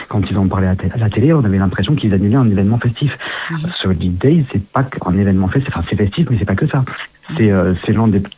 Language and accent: French; Nice, Provence-Alpes-Côte d'Azur, France; Moi, je suis pas de Paris, je suis de Nice.